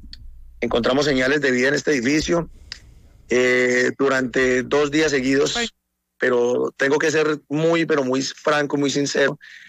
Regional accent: Colombia; los colombianos

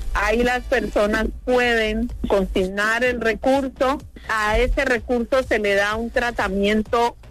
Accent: Chocó, Colombia; nuestra región chocoana

